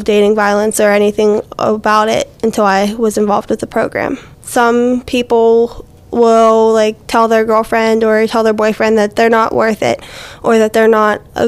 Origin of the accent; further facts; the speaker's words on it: South Allegheny, Pennsylvania, United States; I'm 16 from South Allegheny.